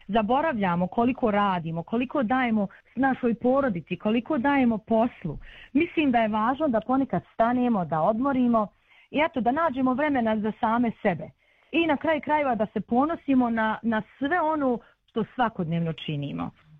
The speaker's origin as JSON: {"language": "Bosnian", "town": "Srebrenica", "region": "Republika Srpska", "country": "Bosnia & Herzegovina", "said": "pošto lično ja sam iz Srebrenice"}